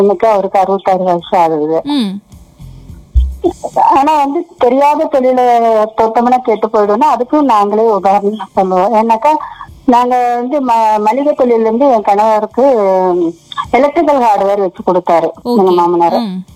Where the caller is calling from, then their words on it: Harur, Tamil Nadu, India; நான் அரூர்ல இருந்து பேசுறேன்.